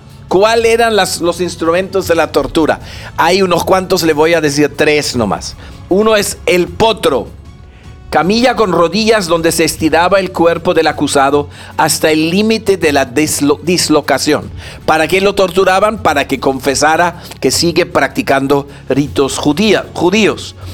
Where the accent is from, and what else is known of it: Peru